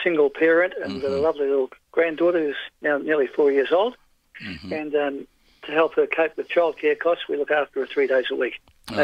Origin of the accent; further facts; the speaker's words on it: Melbourne, Victoria, Australia; moved away as an adult; now in New South Wales, Australia; I was born in Northcote, 21 Tanner Grove, Northcote. I've lived half my life in Melbourne and half up here in New South Wales.